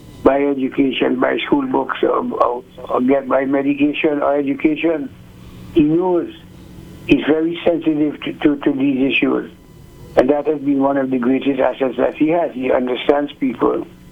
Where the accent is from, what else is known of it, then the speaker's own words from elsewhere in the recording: Bridgetown, Saint Michael, Barbados; also born or lived in Kingston, Jamaica; So I'm not from Oxford, Maxie. I'm from Bridgetown and Kingston.